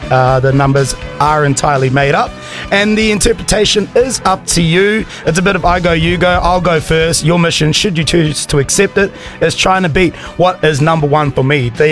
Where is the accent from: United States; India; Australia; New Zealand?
New Zealand; I'm Māori, we're from Aotearoa.